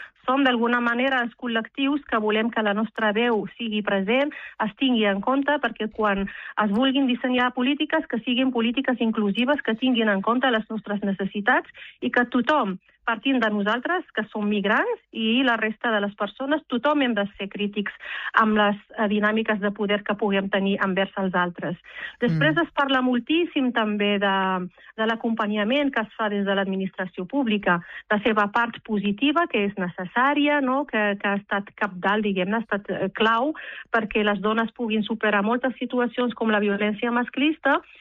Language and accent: Catalan; Rif, Morocco; Coneixen molt, doncs, de la cultura amazigh, de la llengua amazigh, del Rif, que és el meu poble d'origen, no?